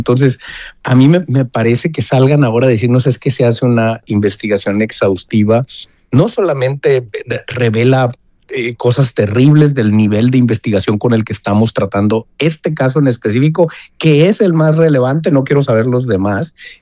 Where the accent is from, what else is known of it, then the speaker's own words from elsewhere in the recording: Sinaloa, Mexico; somos los sinaloenses